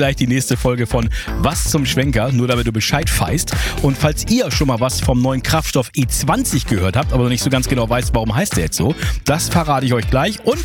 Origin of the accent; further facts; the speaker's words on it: Oldenburg, Lower Saxony, Germany; born there; Grünkohlkönig bin ich schon mal geworden bei mir in meiner Geburtsstadt Oldenburg.